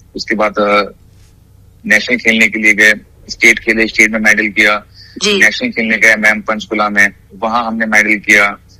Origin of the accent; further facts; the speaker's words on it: Bareilly, Uttar Pradesh, India; मैं बरेली का रहने वाला हूँ